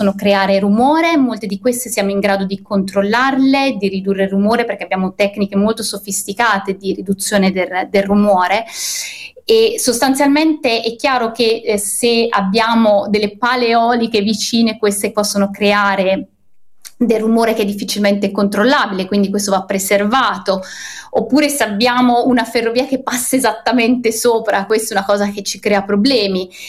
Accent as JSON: {"language": "Italian", "town": "L'Aquila", "region": "Abruzzo", "country": "Italy", "said": "io vengo dall'Aquila, io lavoro al Gran Sasso Science Institute"}